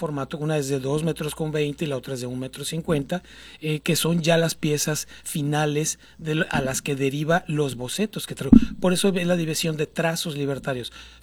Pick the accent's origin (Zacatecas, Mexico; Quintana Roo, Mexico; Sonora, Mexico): Sonora, Mexico; Hermosillo; moved away as an adult; now in Guadalajara, Mexico; Yo soy de aquí de Hermosillo, sí. Hace 30 años que salí yo de aquí de Hermosillo. Yo empecé aquí en Hermosillo.